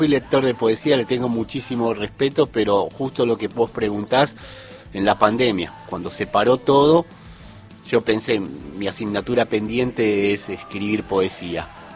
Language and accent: Spanish; Isidro Casanova, Buenos Aires Province, Argentina; Yo en el barrio Los Pinos, en Isidro Casanova, La Matanza.